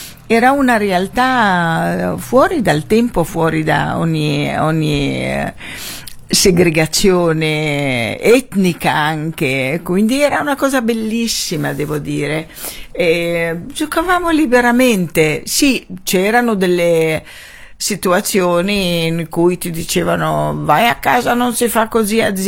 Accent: Gaza, Gaza Strip, Palestine; moved away as an adult; Ma nessuno di noi è in realtà originari di Gaza, ma io sono nata e cresciuta a Gaza, io mi considero di palestinese di Gaza, ovviamente.

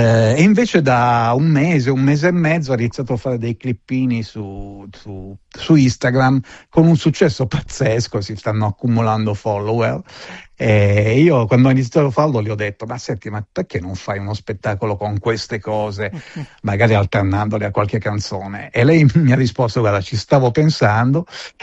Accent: Balzola, Piedmont, Italy; Sì, io sono originario di lì, poi tra l'altro il primo che hai citato che è Balzola, in realtà

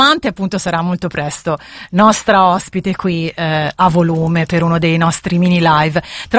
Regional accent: Pisa, Tuscany, Italy; anch'io sono cresciuta lì

